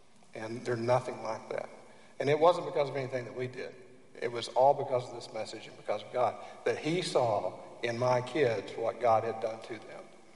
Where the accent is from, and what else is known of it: Oklahoma, United States